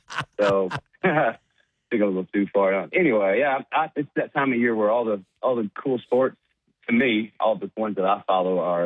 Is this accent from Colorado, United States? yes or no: no; Arkansas, United States; I love the UALR story, and I root for, like I said, anything that comes out of my home state.